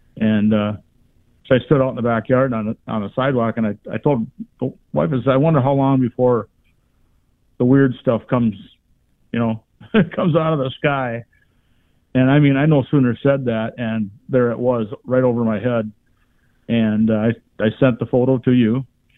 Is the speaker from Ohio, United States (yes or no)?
no; Rockford, Illinois, United States